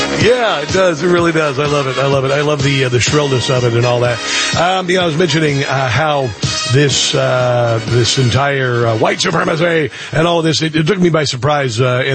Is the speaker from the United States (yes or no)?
yes; Neola, Iowa, United States; One day we heard that they were giving out government cheese in Neola, my hometown.